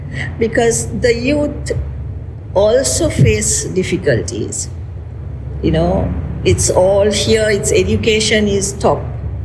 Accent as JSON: {"language": "English", "town": "Colombo", "region": "Western Province", "country": "Sri Lanka", "moved": "as an adult", "lives_now": "Batticaloa, Sri Lanka", "said": "I'm from Colombo."}